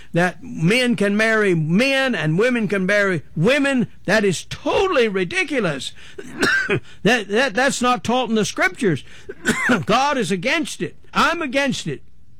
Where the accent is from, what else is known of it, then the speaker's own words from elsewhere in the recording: North Carolina, United States; Hey, listen, I'm not from New York. I am from North Carolina.